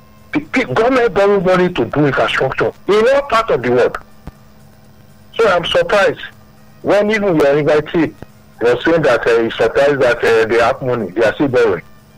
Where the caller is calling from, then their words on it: Oba, Nigeria; calling from Oba.